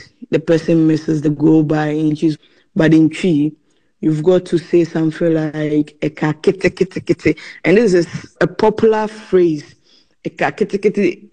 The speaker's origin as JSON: {"language": "English", "country": "Ghana"}